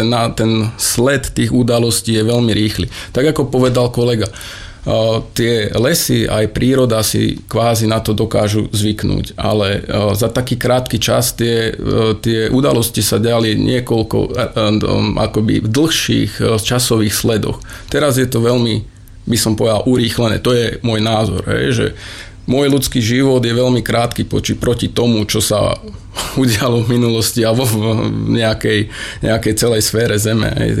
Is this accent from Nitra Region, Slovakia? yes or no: no; Žilina Region, Slovakia; also born or lived in Czech Republic; Ja žijem na Liptove celý život.